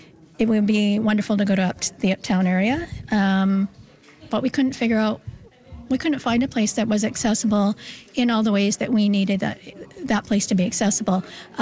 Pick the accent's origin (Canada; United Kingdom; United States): Canada; Manitoba; moved away as an adult; now in Saint John, Canada; I've lived here for 10 years. I'm originally from Manitoba.